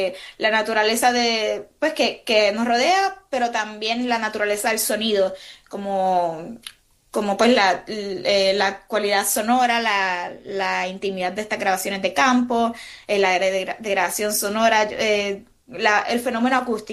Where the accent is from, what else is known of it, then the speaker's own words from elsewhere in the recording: Puerto Rico; now in Brooklyn, New York, United States; Yo soy radicada ahora mismo en Brooklyn, Nueva York, pero nací y crecí en Puerto Rico y voy mucho a la isla